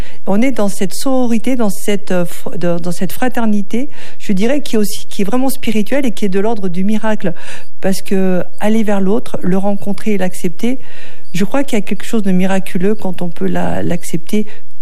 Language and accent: French; France; sache que je suis une Française, je sais comment fonctionne la France